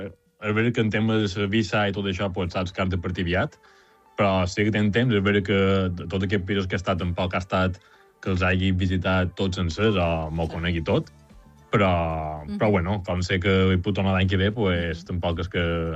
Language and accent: Catalan; Porreres, Balearic Islands, Spain